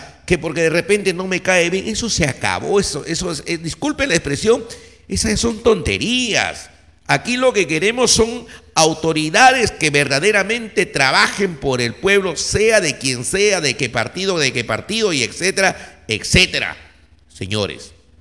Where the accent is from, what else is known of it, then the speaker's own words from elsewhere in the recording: Olmos, Lambayeque, Peru; ¿eso significa que yo quiero a mi pueblo de Olmos?